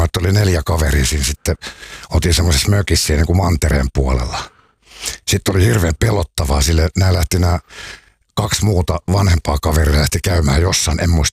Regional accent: Helsinki, Uusimaa, Finland; Stadista.

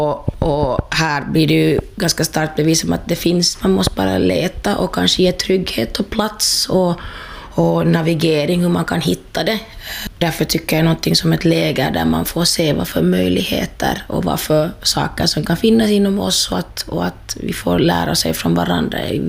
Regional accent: Helsinki, Uusimaa, Finland; jag är från Helsingfors

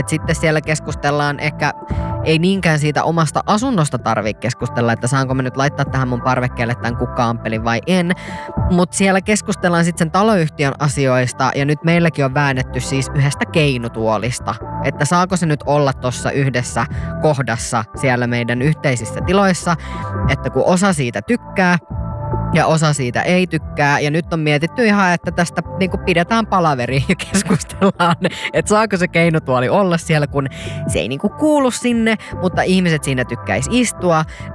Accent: Satakunta, Finland; tuolta Satakunnasta omilta kotikonnuiltani, mutta ei kotikaupungistani, vaan viholliskaupungistani Raumalta

